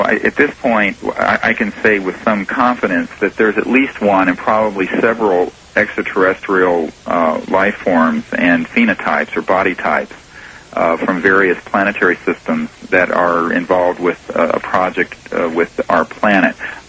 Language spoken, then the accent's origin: English; United States; now in Blue Ridge Mountains, North Carolina, United States; I consider myself a very patriotic and proud American.